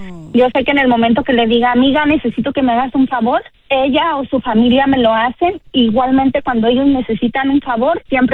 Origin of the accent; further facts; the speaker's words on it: Mexico; born there; moved away as an adult; mi mejor amiga en México, nos conocemos desde que íbamos en la primaria. Hace muchos años, y cuando yo emigré a este país